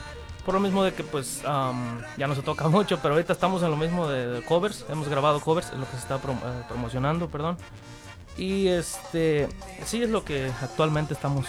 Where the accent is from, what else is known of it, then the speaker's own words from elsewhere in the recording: State of Mexico, Mexico; Nosotros somos originarios del Estado de México